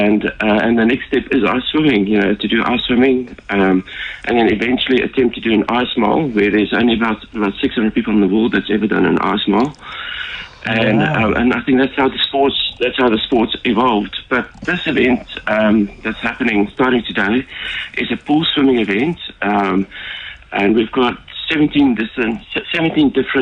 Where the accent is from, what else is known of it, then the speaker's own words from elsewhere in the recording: Cape Town, Western Cape, South Africa; If you look at my name, I'm just a plain South African. I'm from Cape Town.